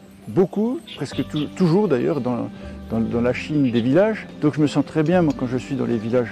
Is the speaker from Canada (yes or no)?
no; France; j'ai 69 ans et je viens de France.